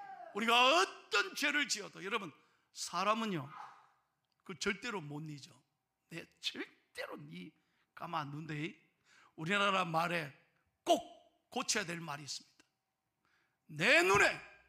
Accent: Busan, South Korea; 왜 내 고향 부산에서 있었던 이야기라서

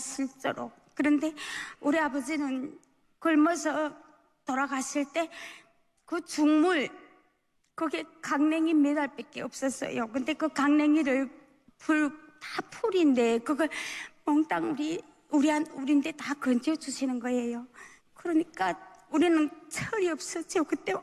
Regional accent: Unhung, Ryanggang, North Korea; now in South Korea; 제가 태어난 곳은 북한 양강도 운흥군이 자그마한 임산삽소에서 태어났습니다.

